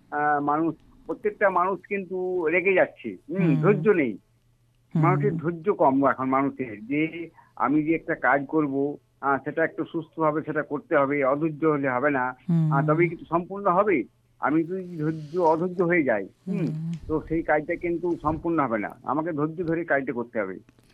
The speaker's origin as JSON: {"language": "Bangla", "town": "Tantipara", "region": "West Bengal", "country": "India", "said": "আমি বীরভূমে থাকি, তাঁতিপাড়া আমার গ্রামটার নাম।"}